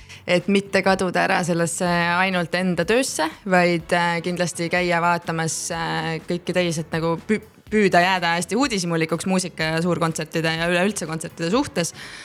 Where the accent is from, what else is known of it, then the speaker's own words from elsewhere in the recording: Elva, Tartu County, Estonia; ma olen ise Elvast pärit